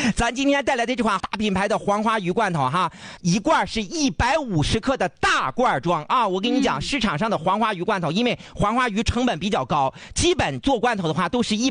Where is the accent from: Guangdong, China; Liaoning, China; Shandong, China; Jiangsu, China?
Liaoning, China; Dalian; 我们大连人都爱戴，